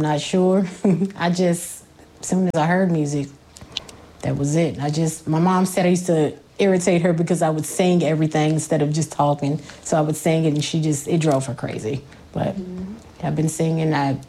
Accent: Roanoke, Virginia, United States; I grew up in Roanoke, Virginia.

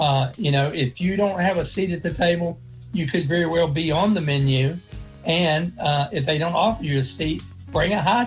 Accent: Floyd County, Virginia, United States; when I grew up in Floyd County

